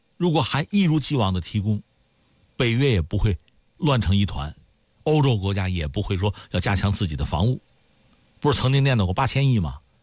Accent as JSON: {"language": "Chinese", "country": "China", "said": "我们作为中国人中国媒体"}